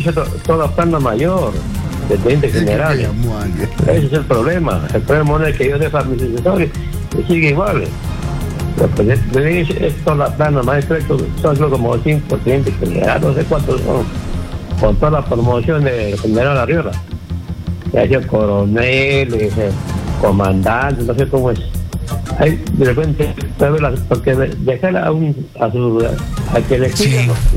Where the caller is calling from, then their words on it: Chosica, Lima, Peru; yo soy de Chosica, pero lo estoy llamando desde mi trabajo